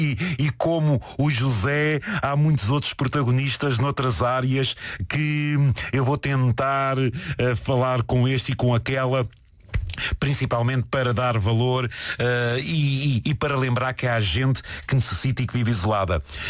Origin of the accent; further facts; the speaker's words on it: Portugal; é uma homenagem que eu lhe quero prestar como português